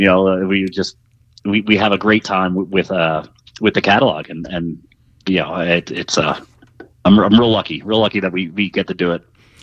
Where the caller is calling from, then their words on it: Denver, Colorado, United States; I'm calling from Denver, Colorado.